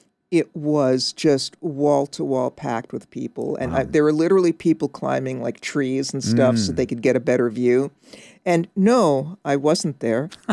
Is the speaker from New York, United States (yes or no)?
yes; Manhattan, New York, United States; No, I grew up in Manhattan, not down the street.